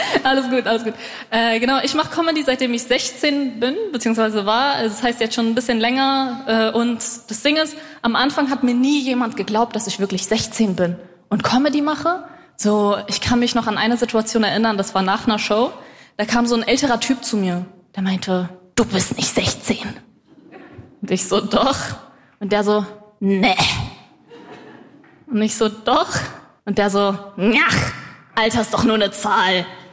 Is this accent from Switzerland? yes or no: no; Berlin, Germany; Ich komme aus Berlin-Neukölln mit guten Absichten.